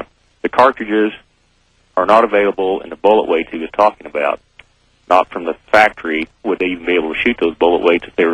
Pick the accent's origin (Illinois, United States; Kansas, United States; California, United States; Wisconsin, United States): Kansas, United States; I'm from Kansas.